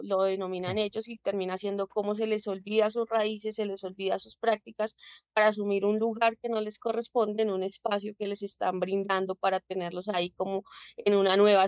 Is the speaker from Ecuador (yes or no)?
no; Colombia